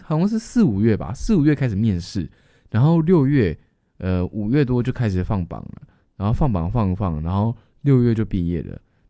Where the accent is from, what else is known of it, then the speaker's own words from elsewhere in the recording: Changhua County, Taiwan; now in Taipei, Taiwan; 反正就是海边的夕阳真的是好好看，好漂亮。然后在台北没有夕阳的时候，我都会去看我相簿里的夕阳的样子。反正跟大家讲一下，如果你们有机会的话，可以去彰化看看海，看看夕阳